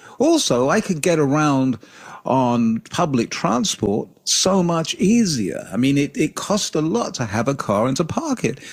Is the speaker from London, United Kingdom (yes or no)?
yes; London, United Kingdom; Growing up in London, where I did, I didn't get a car.